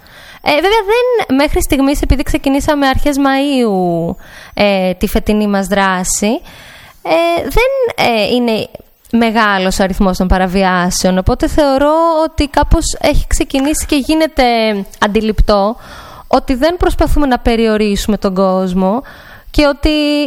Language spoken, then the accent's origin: Greek; Amaliada, Western Greece, Greece; now in Zakynthos, Greece; Εγώ είμαι από τη Δυτική Πελοπόννησο, από την Αμαλιάδα.